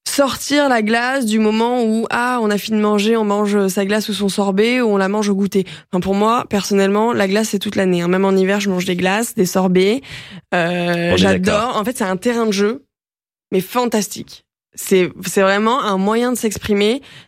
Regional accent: Provence-Alpes-Côte d'Azur, France; qu'est-ce que j'aime à l'apéro l'été quand je suis chez moi en Provence.

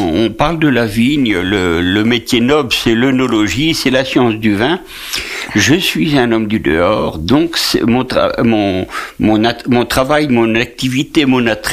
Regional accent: Bué, Centre-Val de Loire, France; Je suis né en 1947, j'allais dire à l'ombre d'un pied de vigne, mais au mois de février, il n'y a pas beaucoup d'ombre, dans un petit village qui s'appelle Bué. Bué, c'est un hameau, c'est un petit, une petite commune du canton de Sancerre.

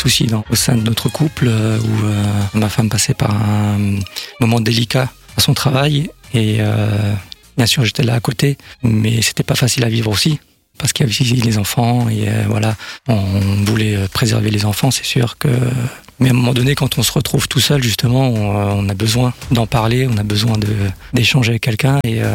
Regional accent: Colmar, Grand Est, France; born there

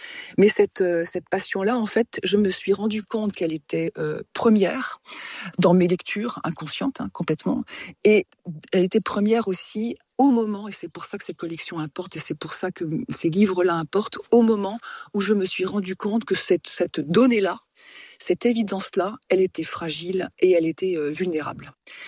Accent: Auvergne-Rhône-Alpes, France; born there; also born or lived in Brittany; J'ai vécu aussi en Bretagne quand j'étais enfant, entre la Bretagne et la Haute-Savoie, qui est mon pays natal.

